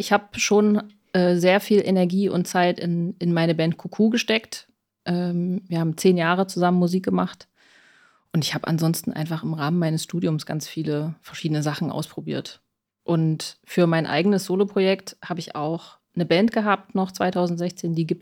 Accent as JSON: {"language": "German", "town": "Weimar", "region": "Thuringia", "country": "Germany", "moved": "yes", "lives_now": "Leipzig, Germany", "said": "Ich komme aus Weimar ursprünglich."}